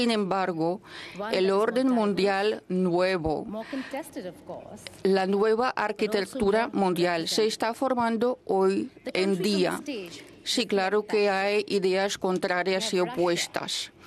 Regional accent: India; yo, siendo moderadora y provengo de la India, hemos agregado unas especies de la India

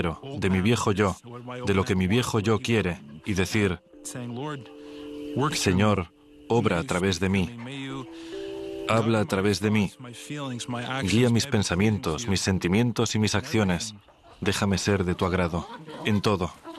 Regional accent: Canada; Soy canadiense. Tengo sangre rusa, soy ruso, pero al mismo tiempo soy ucraniano. Mis antepasados vivieron por todo el este de Europa, pero nací en Canadá.

